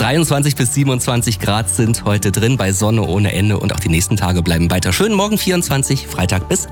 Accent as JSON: {"language": "German", "town": "Steinbach-Hallenberg", "region": "Thuringia", "country": "Germany", "tie": "born or raised there", "said": "Ich denke immer wieder gerne zurück an meine Heimat. In Steinbach-Hallenberg gab es das Top 3."}